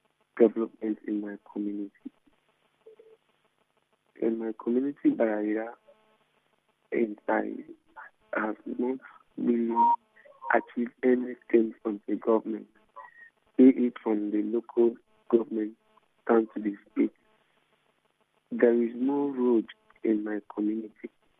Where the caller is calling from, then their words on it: Nigeria; I'm calling from Paraya.